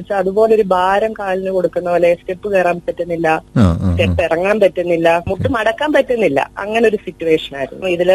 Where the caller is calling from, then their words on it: Pala, Kerala, India; ഞാൻ പാലായിൽ നിന്നാണ് വിളിക്കുന്നത്.